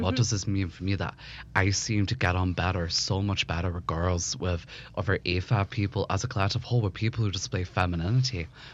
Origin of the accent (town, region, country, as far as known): Belfast, Northern Ireland, United Kingdom; born or raised there